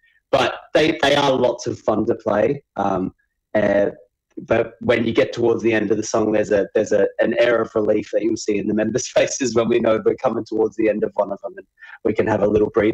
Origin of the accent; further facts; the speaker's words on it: Adelaide, South Australia, Australia; We love Adelaide. I'm originally from Adelaide, so any way to help a small festival grow there.